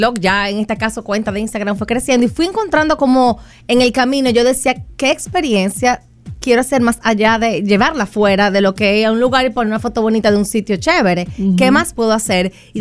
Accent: Dominican Republic

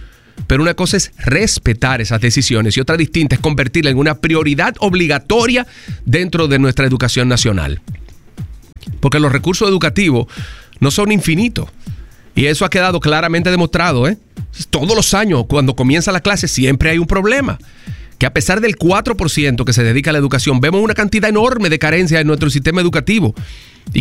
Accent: Dominican Republic; El español no es simplemente el idioma que nosotros hablamos porque nacimos aquí y es parte de lo que somos.

